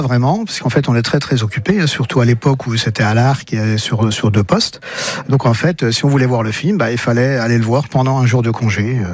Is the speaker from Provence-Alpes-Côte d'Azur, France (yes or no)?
no; Montbard, Bourgogne-Franche-Comté, France; born there; also born or lived in Dijon; Alors, dans les salles de cinéma de Montbard, ma ville natale, au tout début, j'étais très jeune, et puis ensuite à Dijon, à la fin de mes études, voilà.